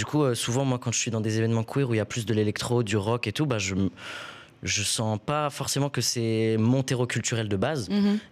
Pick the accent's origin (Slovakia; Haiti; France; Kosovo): France; Grand Est; Je viens du coin de Strasbourg.